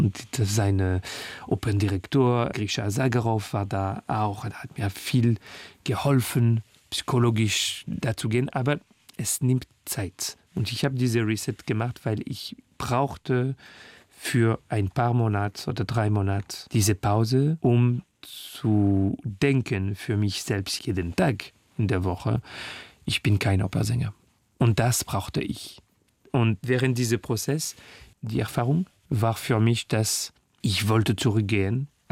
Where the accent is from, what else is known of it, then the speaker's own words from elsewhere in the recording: Paris, Île-de-France, France; born there; German is a second language; weil ich singe ein paar Kilometer von wo ich geboren bin, in Clinique des Lilas, beim 20e Arrondissement.